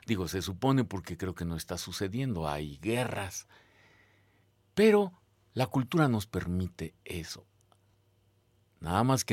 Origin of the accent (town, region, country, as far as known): Mexico